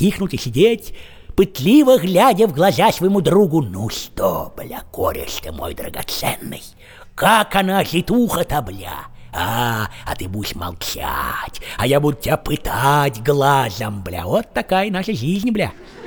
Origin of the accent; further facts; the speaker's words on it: Belarus; Мы же белорусы, мы родные, бля, свои, сука, бля.